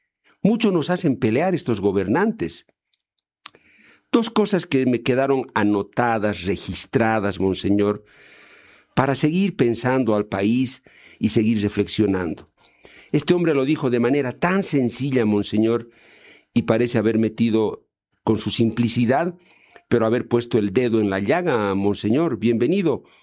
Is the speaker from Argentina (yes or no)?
no; Bolivia